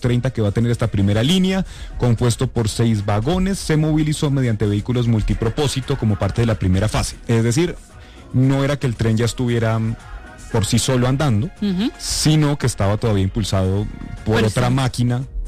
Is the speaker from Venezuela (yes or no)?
no; Bogotá, Colombia; born or raised there